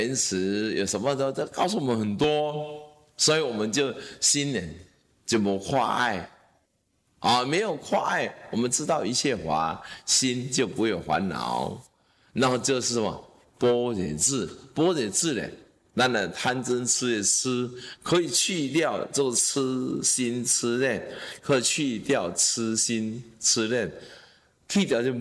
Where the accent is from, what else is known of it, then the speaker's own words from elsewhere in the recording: Taiwan; 好，我是台湾人，好，我没怕不给你啊。